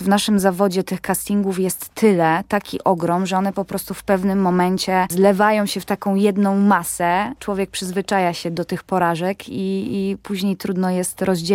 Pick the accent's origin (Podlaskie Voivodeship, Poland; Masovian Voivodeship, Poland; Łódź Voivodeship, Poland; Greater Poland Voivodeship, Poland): Łódź Voivodeship, Poland; Tomaszów Mazowiecki; z perspektywy takiej osoby, która urodziła się i wychowywała w takiej małej miejscowości